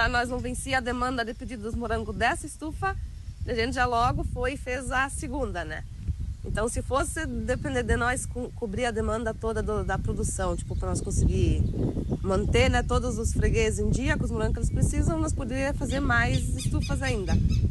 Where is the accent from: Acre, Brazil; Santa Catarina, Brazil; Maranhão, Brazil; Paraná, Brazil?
Santa Catarina, Brazil; Saudades; moved away